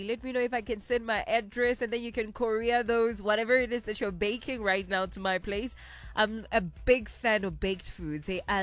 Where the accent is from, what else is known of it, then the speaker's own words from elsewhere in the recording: Louis Trichardt, Limpopo, South Africa; Louis Trichard is my hometown.